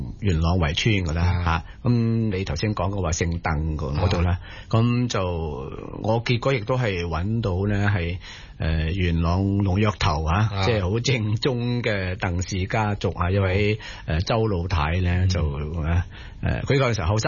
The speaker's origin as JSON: {"language": "Cantonese", "region": "Guangdong", "country": "China", "said": "咁如果係我哋廣府人嚟講咧，就似乎係聽鹹水歌咧，就會係接近啲喎。"}